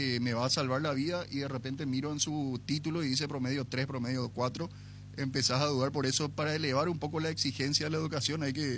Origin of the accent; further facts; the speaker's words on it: Paraguay; en Paraguay somos todos hermanos